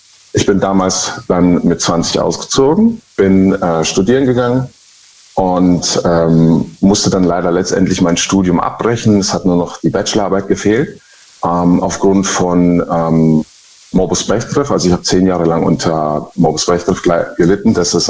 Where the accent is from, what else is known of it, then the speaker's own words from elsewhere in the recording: Baden-Württemberg, Germany; Ich bin aus dem Schwarzwald.